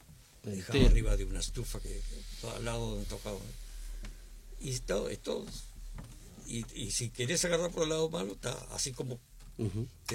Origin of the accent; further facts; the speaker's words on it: Montevideo, Uruguay; Yo fui criado en Joaquín Suárez, casi presidente de Viera, hasta que me casé. Y después me casé y viví a la vuelta. Y después viví enfrente a la casa de mis padres, así por Joaquín Suárez.